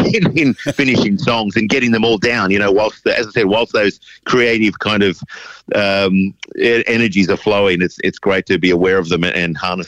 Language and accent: English; Wagga Wagga, New South Wales, Australia; I'm from Wagga. That's my hometown. I grew up in that beautiful city.